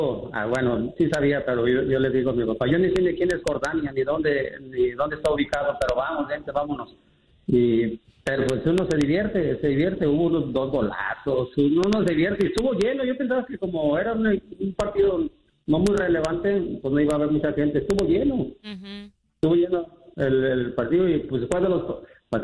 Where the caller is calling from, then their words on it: San Jose, California, United States; Bueno, vivo en San José.